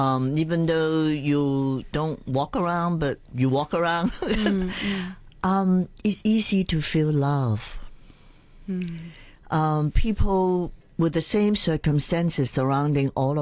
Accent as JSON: {"language": "English", "country": "Hong Kong", "tie": "born or raised there", "said": "growing up in Hong Kong later on, I was ashamed to tell people where I live."}